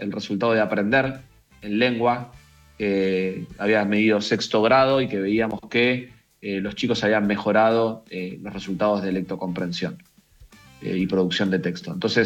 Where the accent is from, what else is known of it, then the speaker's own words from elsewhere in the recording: Argentina; no hay ningún impedimento para que nosotros como argentinos lo podamos hacer.